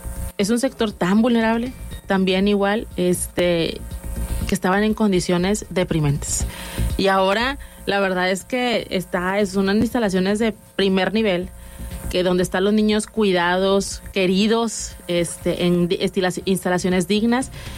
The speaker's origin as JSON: {"language": "Spanish", "town": "San Nicolás de los Garza", "region": "Nuevo León", "country": "Mexico", "said": "Yo soy de San Nicolás, orgullosamente nicolaíta."}